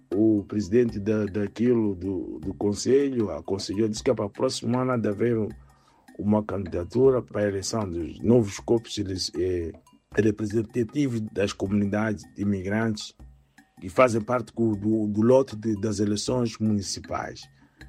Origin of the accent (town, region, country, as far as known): Mozambique; now in Germany